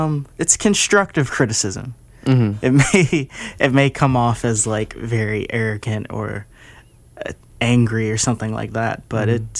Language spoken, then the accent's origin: English; Valdosta, Georgia, United States; Growing up, I lived in South Georgia in a place called Valdosta.